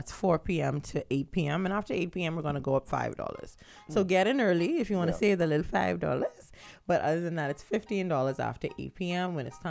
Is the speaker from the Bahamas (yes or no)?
yes; Bahamas; There you go. Made in the Bahamas.